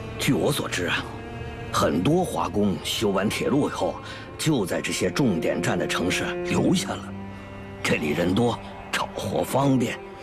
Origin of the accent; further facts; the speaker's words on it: Guangdong, China; now in Vancouver, Canada; 我是广东人，只能适应比较暖和的地方啊。